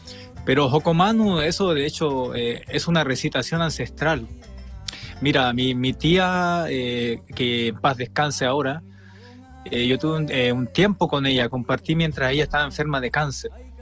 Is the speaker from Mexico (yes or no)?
no; Rapa Nui, Valparaíso, Chile; Esa es una recitación ancestral de mi clan, de donde yo vengo, de mi linaje.